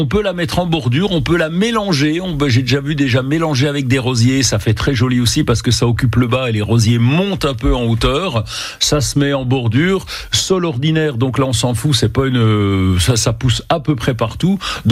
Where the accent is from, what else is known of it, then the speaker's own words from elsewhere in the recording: Bourgogne-Franche-Comté, France; chez nous, en Franche-Comté